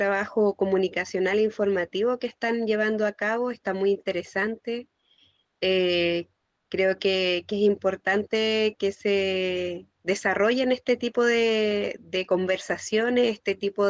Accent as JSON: {"language": "Spanish", "town": "Santiago", "region": "Santiago Metropolitan Region", "country": "Chile", "tie": "born or raised there", "said": "nosotros nacimos en Santiago, yo y Matías, y crecimos sin saber y lejos de la cultura mapuche y del mapuzungún."}